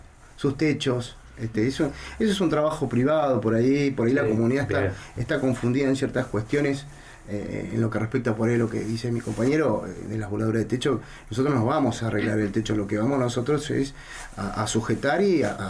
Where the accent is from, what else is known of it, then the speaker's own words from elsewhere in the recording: Río Gallegos, Santa Cruz, Argentina; born there; que ahora vienen los que somos de Río Gallegos, nacidos y acá